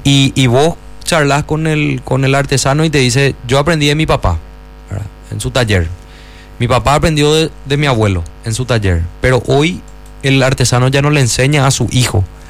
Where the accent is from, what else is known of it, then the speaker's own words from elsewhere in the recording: Paraguay; born there; Yo recuerdo que cuando era chico en la Plaza Mariscal López era todo pasto